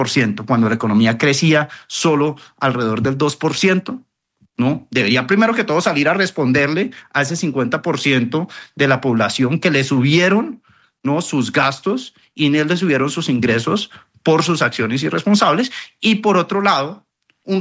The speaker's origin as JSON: {"language": "Spanish", "country": "Colombia", "said": "como colombianos, tenemos que mirar cómo ayudamos a esa población vulnerable"}